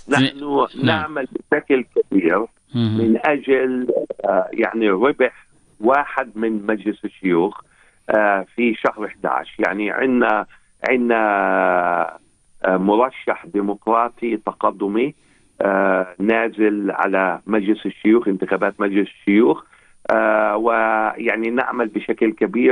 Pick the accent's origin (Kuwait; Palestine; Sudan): Palestine; now in Iowa, United States; كفلسطينيين أمريكيين